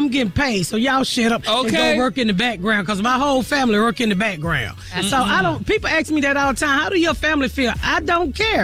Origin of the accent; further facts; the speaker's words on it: Atlanta, Georgia, United States; I ask myself all the time, even people know that when I'm from Atlanta, people know when I sold drugs